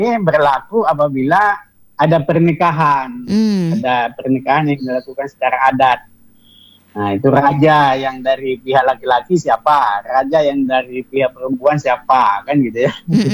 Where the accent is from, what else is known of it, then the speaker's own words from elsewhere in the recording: Mandailing Natal, North Sumatra, Indonesia; born there; moved away; kami tinggal di kampungnya Hasibuan.